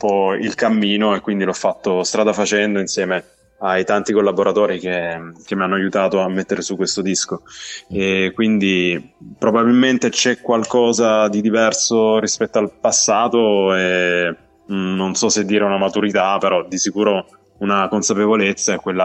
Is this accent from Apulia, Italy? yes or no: yes; Apulia, Italy; Vediamo quest'estate magari di riuscire a fare anche qualche live dalle mie parti, dalla provincia di Taranto.